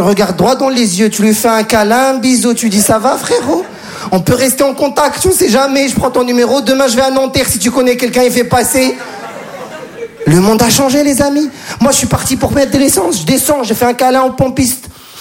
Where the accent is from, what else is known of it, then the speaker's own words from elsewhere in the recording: Morocco; Moi, je suis marocain, j'habite à Casa, je suis habitué à la Royal Air Maroc.